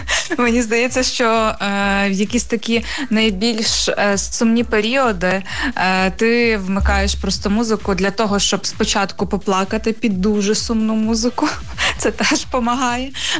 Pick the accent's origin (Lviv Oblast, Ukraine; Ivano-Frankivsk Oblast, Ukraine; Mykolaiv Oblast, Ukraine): Lviv Oblast, Ukraine; Novoiavorivsk; Я з Новояворівська, так само, як і він, родом з Новояворівська.